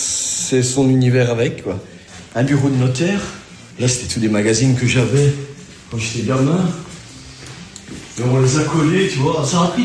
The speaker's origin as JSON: {"language": "French", "town": "La Louvière", "region": "Wallonia", "country": "Belgium", "tie": "born or raised there", "said": "Je suis un natif belge et je viens de la Louvière, quoi. Je suis un pur produit louvérois, quoi."}